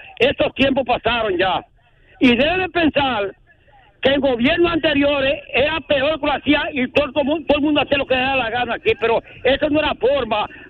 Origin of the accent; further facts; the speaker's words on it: Duvergé, Independencia, Dominican Republic; mi pueblo de Duvergé de mis amores